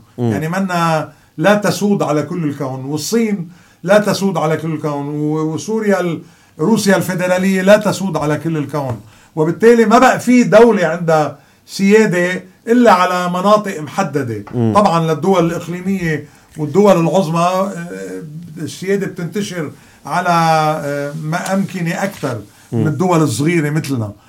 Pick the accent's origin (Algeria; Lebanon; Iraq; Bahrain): Lebanon; أنا ما برضى … كلبناني مسيحي ماروني